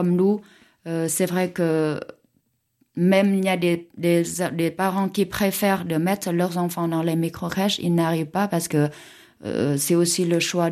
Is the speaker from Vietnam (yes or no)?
yes; Vietnam; French is a second language; moved away as an adult; now in Chartres, France; on est toutes vietnamiennes.